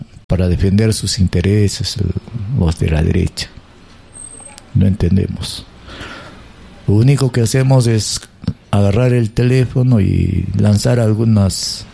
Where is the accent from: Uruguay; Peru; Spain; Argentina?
Peru; Nosotros casi no entendemos nada como peruanos